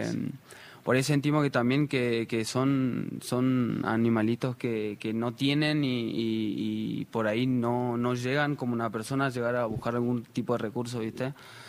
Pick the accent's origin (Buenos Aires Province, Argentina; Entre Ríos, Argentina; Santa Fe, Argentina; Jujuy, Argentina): Jujuy, Argentina; Como soy jujeño y es mi provincia